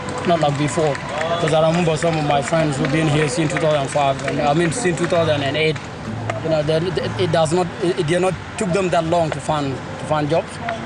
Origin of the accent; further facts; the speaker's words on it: South Sudan; English is a second language; moved away as an adult; now in Alice Springs, Australia; I'm from South Sudan. That's where I was born.